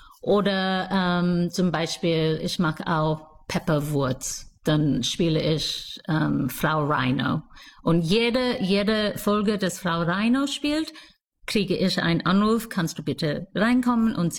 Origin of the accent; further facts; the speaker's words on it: Sydney, New South Wales, Australia; German is a second language; moved away as an adult; now in Berlin, Germany; Ich komme aus Sydney, Australien und wohne hier in Berlin seit 2007.